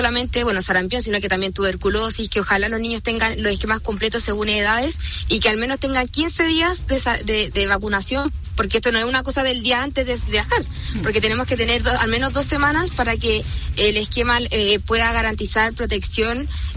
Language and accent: Spanish; Chile